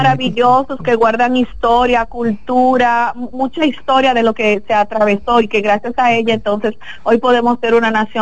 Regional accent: Santiago de los Caballeros, Santiago, Dominican Republic; ¿Sabes, Freida, que yo soy de aquí de Santiago?

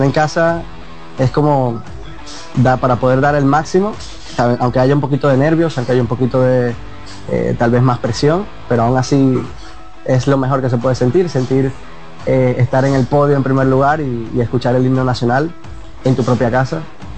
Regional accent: Concepción de La Vega, La Vega, Dominican Republic; Yo soy originalmente de La Vega, Concepción de La Vega en la casa.

